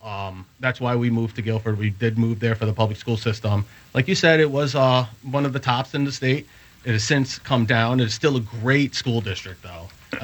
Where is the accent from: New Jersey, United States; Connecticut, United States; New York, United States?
Connecticut, United States; West Haven; moved away as an adult; now in Guilford, United States; We grew up in the West Haven school system playing soccer.